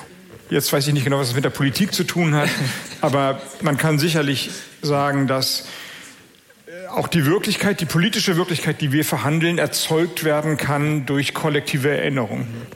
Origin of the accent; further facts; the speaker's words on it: Kiel, Schleswig-Holstein, Germany; moved away as an adult; also born or lived in Freiburg; Ich bin ja in Kiel groß geworden, in der Nähe von Kiel. Und als ich 18 war und Abitur gemacht habe, wollte ich nur weg.